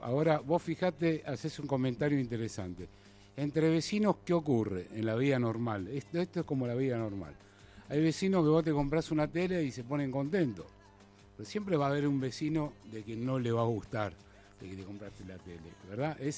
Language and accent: Spanish; Argentina; now in Paraguay; Es como me ocurre a mí con Argentina. En este momento no me ofrece las condiciones, como muchos argentinos en el exterior, para quedarnos. Y bueno, nos toca vivir en un país extranjero